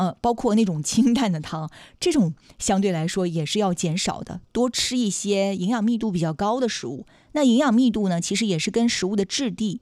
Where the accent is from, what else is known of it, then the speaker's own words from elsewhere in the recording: Northeast China, China; 咱们东北人比较喜欢的